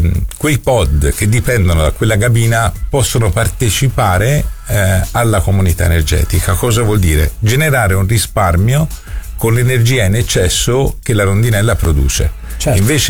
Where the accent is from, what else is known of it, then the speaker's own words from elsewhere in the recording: Rosignano Marittimo, Tuscany, Italy; also born or lived in Florence; Io premetto che non sono fiorentino, sono stato adottato da Firenze e amo questa città, la frequento da quando avevo 14 anni, che facevo forca a scuola e venivo da Rosignano a Firenze